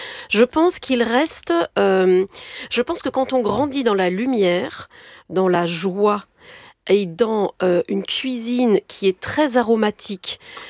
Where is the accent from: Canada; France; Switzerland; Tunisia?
Tunisia; born there; Mais je suis née en Tunisie.